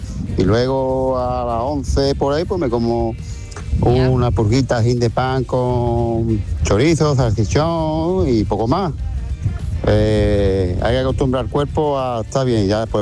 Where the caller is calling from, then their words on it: Chucena, Andalusia, Spain; de Chucena.